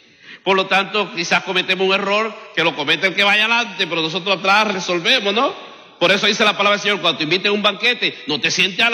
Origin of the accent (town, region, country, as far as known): Cuba